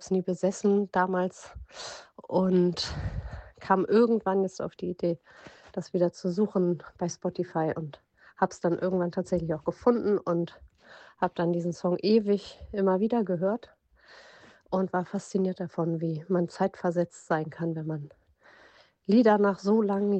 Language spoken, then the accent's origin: German; Hamburg, Germany; ich komme aus Hamburg.